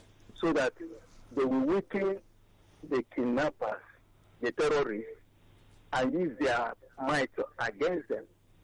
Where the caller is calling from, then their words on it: Eba, Nigeria; I'm calling from Eba.